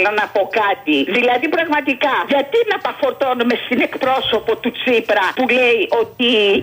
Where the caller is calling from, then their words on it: Glyfada, Attica, Greece; από Γλυφάδα, έτσι για να γνωριζόμαστε.